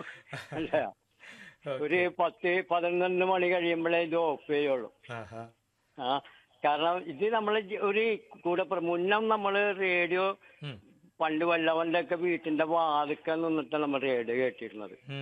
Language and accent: Malayalam; Kochi, Kerala, India; ഞാൻ മട്ടാഞ്ചേരി, ഞാൻ ജനിച്ച് വളർന്നത് മട്ടാഞ്ചേരി